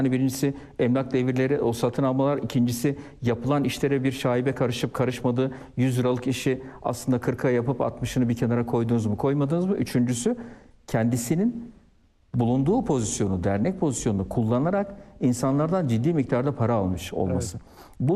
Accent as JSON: {"language": "Turkish", "town": "Mucur", "region": "Kırşehir", "country": "Turkey", "tie": "born or raised there", "said": "memleketimdeki köfteciye, Mucur'da memleketimin adını da vereyim."}